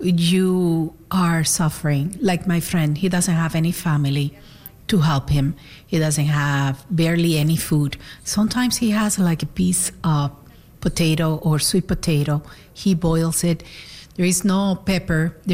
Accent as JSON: {"language": "English", "town": "Guanabacoa", "region": "Havana", "country": "Cuba", "tie": "born or raised there", "moved": "as an adult", "said": "I was born in Guanabacoa, Havana, Cuba. I left like about 20, 21 years old."}